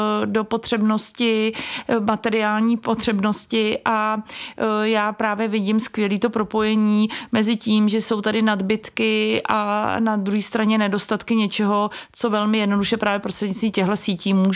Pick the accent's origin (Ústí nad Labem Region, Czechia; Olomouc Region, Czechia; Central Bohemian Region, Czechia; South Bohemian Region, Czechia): South Bohemian Region, Czechia; České Budějovice; najednou mi přišlo zajímavější budovat nebo přinést do Českých Budějovic, což je moje rodné město, službu nebo nabídku věcí